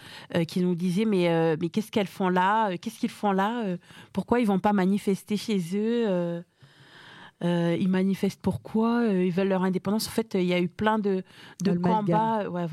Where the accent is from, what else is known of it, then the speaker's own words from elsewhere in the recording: New Caledonia; now in Brest, France; Il y a eu une grosse solidarité en fait autour de nous Calédoniens qui sommes ici à Brest.